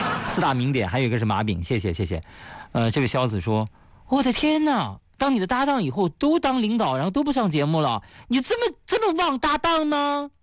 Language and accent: Chinese; Hefei, Anhui, China; born there; 还好我是一个在合肥居住的山西人啊。大家可以提个醒啊，提个醒，我在合肥出生的啊，其实山西回的很少